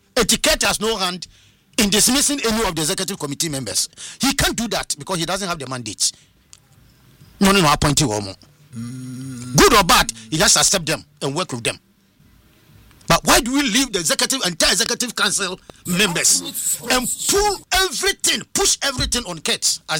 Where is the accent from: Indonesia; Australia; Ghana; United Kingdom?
Ghana; a team you soon as a Ghanaian, as a football person.